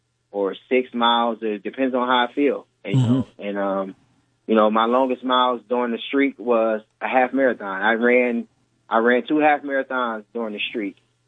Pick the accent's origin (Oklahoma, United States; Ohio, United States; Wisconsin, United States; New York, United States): Ohio, United States; Cleveland; I grew up from the hard streets of, you know, the east side of Cleveland, born and raised in Outway Homes.